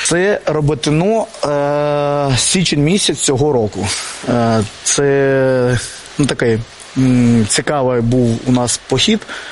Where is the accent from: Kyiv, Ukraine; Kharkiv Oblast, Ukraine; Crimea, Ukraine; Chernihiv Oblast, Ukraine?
Kharkiv Oblast, Ukraine; Kharkiv; ми харків'яни